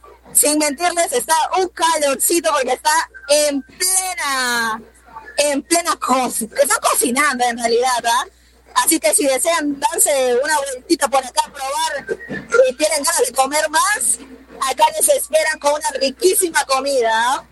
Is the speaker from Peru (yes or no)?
yes; Lamas, San Martín, Peru; para los que somos el mismo de Lamas